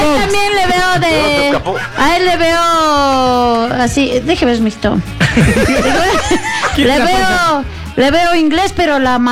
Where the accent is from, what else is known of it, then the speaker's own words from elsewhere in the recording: Ecuador; Soy bien ecuatoriana